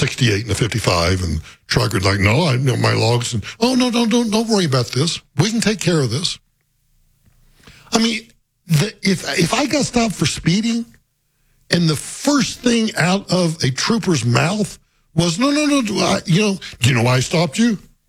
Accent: Guymon, Oklahoma, United States; moved away; my little hometown of Guymon, Oklahoma

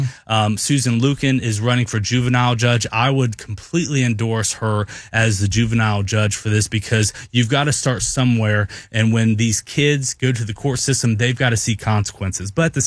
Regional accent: Cincinnati, Ohio, United States; I grew up around Cincinnati

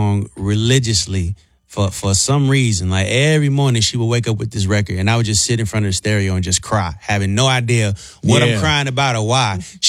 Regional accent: Las Vegas, Nevada, United States; also born or lived in Camden, Arkansas; I grew up primarily in Las Vegas, but I was born in Arkansas. So from birth to like age 10, I was out there. And my mom and my grandmother lived in Camden, and my great-grandmother lived in Bearden.

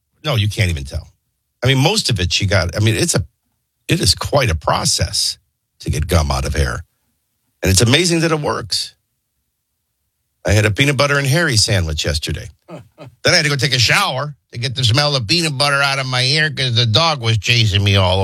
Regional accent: Chicago, Illinois, United States; moved away; I grew up in Chicago at a very young age.

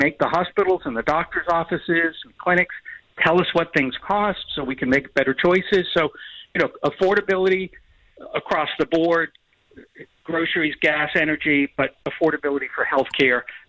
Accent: Salem, New Hampshire, United States; I grew up in Salem, went to Salem High School. And really, it's my New Hampshire roots are still there.

